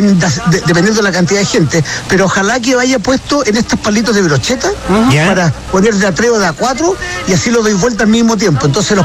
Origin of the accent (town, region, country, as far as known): Chile